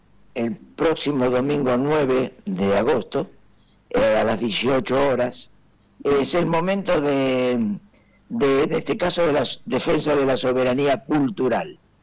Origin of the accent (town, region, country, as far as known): Argentina